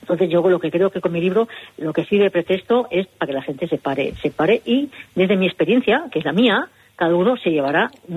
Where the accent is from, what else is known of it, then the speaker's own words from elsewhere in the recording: San Sebastián, Basque Country, Spain; soy de Donosti.